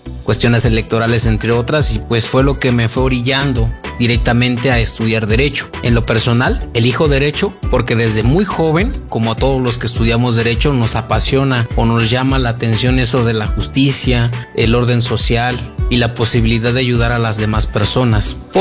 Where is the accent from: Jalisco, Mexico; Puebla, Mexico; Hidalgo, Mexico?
Hidalgo, Mexico; Huejutla de Reyes